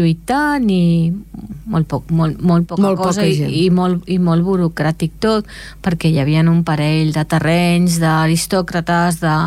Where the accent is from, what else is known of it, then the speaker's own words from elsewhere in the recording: Esplugues de Llobregat, Catalonia, Spain; soc d'Esplugues